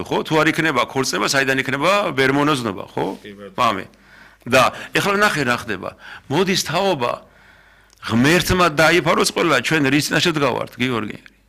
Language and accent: Georgian; Mtskheta-Mtianeti, Georgia; მე ხევსური ვარ